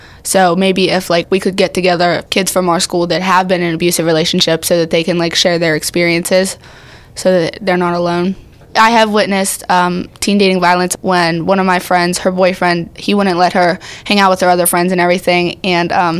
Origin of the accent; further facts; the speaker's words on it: South Allegheny, Pennsylvania, United States; I'm 14, and I'm from South Allegheny.